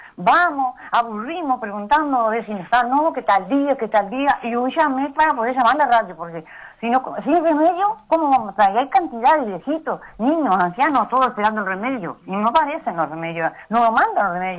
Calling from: Curtina, Tacuarembó, Uruguay; Yo llamo, estoy llamando desde Curtina.

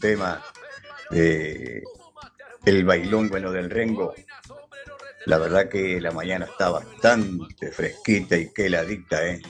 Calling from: Fray Marcos, Florida, Uruguay; de Fray Marcos

